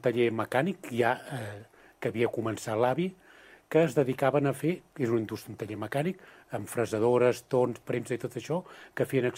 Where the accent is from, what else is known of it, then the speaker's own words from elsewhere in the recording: Santpedor, Catalonia, Spain; also born or lived in Manresa; sóc adoptat a Manresa, però vaig viure 2 anys a Santpedó i sempre que em pregunten d'on sóc, dic de Santpedó.